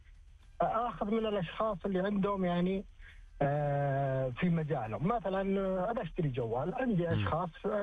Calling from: Riyadh, Riyadh Province, Saudi Arabia; من الرياض.

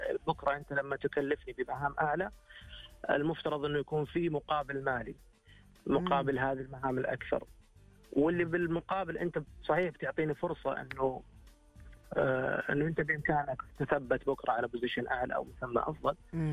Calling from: Khobar, Eastern Province, Saudi Arabia

